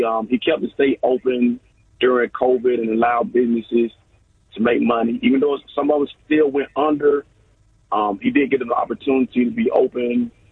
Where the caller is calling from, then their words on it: Georgia, United States; I'm from Georgia.